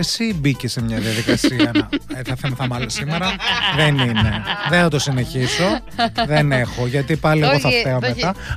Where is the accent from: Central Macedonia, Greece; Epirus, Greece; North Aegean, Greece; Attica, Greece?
Central Macedonia, Greece; Thessaloniki